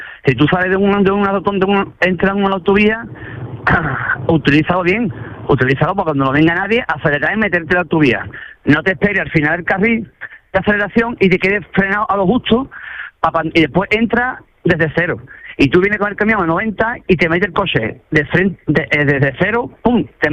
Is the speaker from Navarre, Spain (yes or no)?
no; Jerez de la Frontera, Andalusia, Spain; Yo soy de Jerez, claro. Yo trabajo en Jerez.